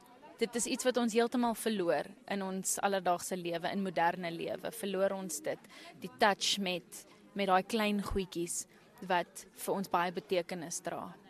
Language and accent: Afrikaans; Windhoek, Khomas, Namibia; Ek is 27, ek is gebore en groot geword in Windhoek, maar my familie kom van Gobabis af. Ja, ek is eindelijk een Gobabis